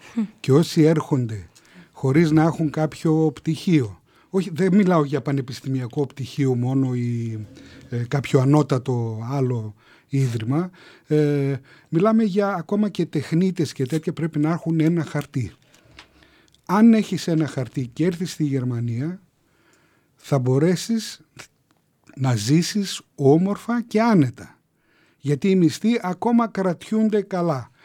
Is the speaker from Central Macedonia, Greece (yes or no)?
yes; Naousa, Central Macedonia, Greece